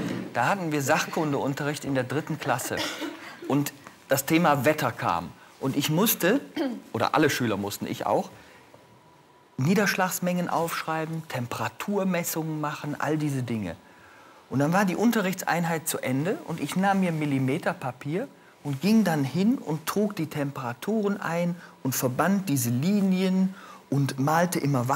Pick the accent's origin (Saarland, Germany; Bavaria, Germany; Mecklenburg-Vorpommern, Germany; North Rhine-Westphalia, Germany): North Rhine-Westphalia, Germany; ich bin ja hier in Nordrhein-Westfalen aufgewachsen